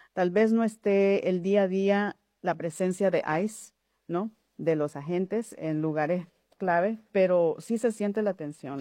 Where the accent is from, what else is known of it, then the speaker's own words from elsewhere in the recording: Nicaragua; moved away; La verdad es que como nicaragüense, como migrante, yo espero mucho del país donde mis padres me trajeron para soñar